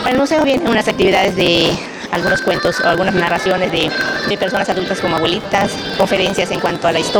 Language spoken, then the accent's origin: Spanish; Yucatán, Mexico; born there; tenemos muy presente que somos nacidos en México, en Yucatán, y fue una fusión, que se hizo una fusión de una raza mucho más fuerte. El coreano es fuerte, el yucateco es fuerte, y estamos muy orgullosos de ser esa mezcla de descendientes coreanos y mexicanos yucatecos.